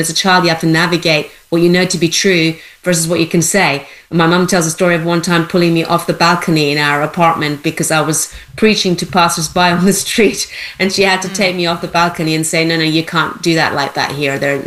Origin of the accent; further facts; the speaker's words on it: Iran; I was born in Iran. I was actually born on the day that took the greatest fatalities as Iranians fought and protested to turn Iran into an Islamic Republic.